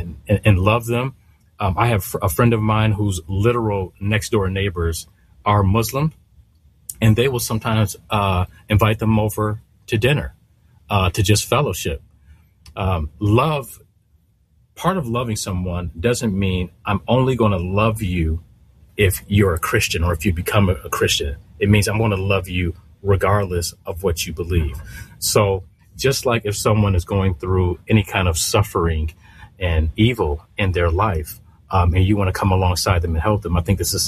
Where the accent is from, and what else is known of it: Detroit, Michigan, United States